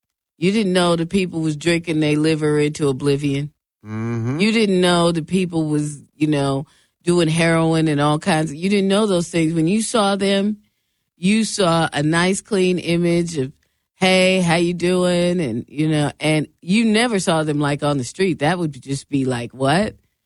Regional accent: Seattle, Washington, United States; I'm from Seattle. That's it. That's all.

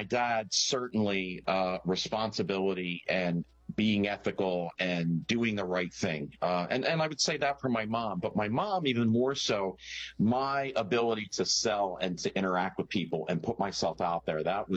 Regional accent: Pennsylvania, United States; Right outside of the Philadelphia suburbs, and I am the oldest of two sisters.

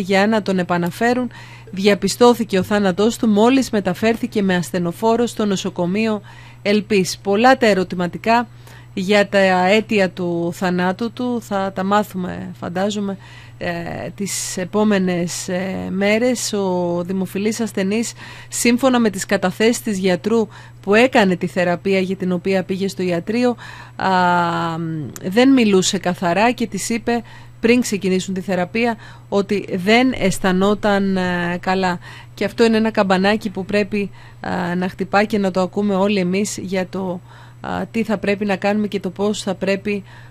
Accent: Greece; now in United States; Ναι, με τα τραγούδια του μεγαλώσαμε εκεί στην Ελλάδα, αλλά μου έκανε εντύπωση ότι και εδώ είδα πάρα πολύ, πολλές αναρτήσεις από Ελληνοαμερικάνους

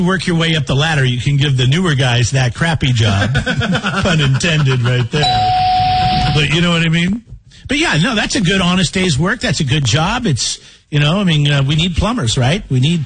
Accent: Washington, United States; I grew up in Washington State, it'd be raining and cold

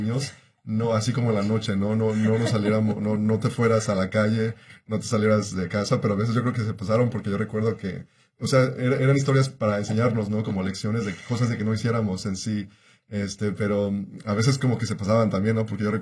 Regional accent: Mexico; moved away; Yo, por ejemplo, pues crecí en México y, como estaba hablando en el programa anterior, yo trabajaba desde niño en el campo.

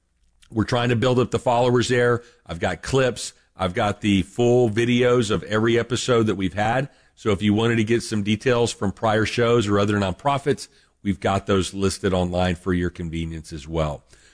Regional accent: Rio Grande Valley, Texas, United States; moved away; I'm a Texas boy. I grew up in the Rio Grande Valley, and I lived on the east and west coast of the United States, and I couldn't wait to get back.

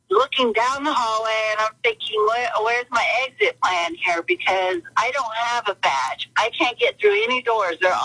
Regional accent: Alaska, United States; I'm born and raised in Alaska, so I'm in the mountains all the time and a mountain runner.

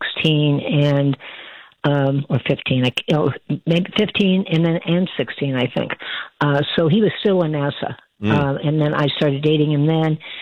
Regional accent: Ohio, United States; but I'm from Ohio and I'm you can take the girl out of the Mid

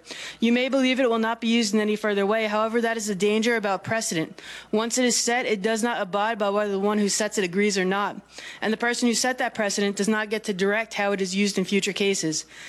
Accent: United States; I'm from Robertson County.

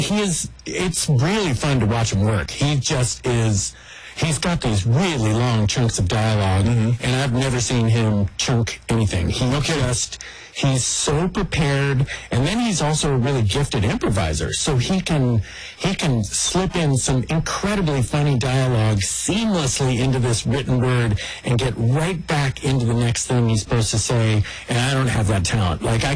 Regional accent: Oakland, California, United States; born there; I was born in Oakland.

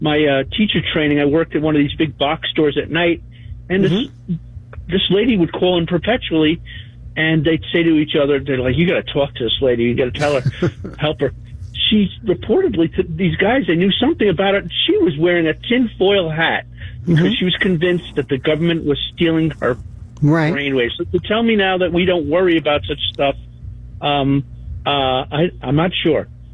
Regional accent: East Coast, United States; I was telling your call screener that I grew up on the East Coast

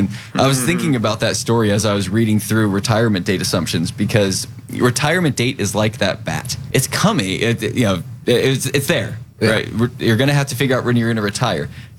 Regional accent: Incline Village, Nevada, United States; also born or lived in Bremerton; I grew up in Lake Tahoe area, a little town, North Lake Tahoe, called Incline Village. And so I spent years like 8 through 18 there.

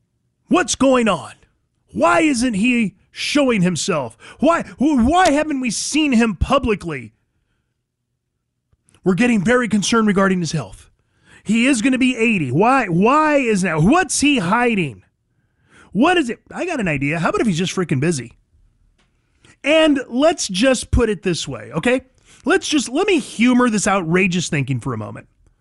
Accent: United States; As a United States citizen and as an American, as a patriot

